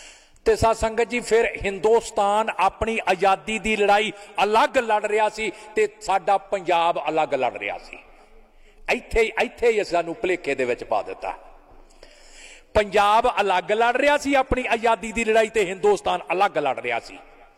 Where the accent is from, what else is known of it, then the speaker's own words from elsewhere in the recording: Punjab, India; ਇਹ 200 ਸਾਲ ਗੋਰਿਆਂ ਦੇ ਗੁਲਾਮ ਰਿਹਾ, ਅਤੇ ਅਸੀਂ ਪੰਜਾਬੀ ਜਿਹੜੇ 98 ਸਾਲ ਗੁਲਾਮ ਰਹੇ ਹਾਂ।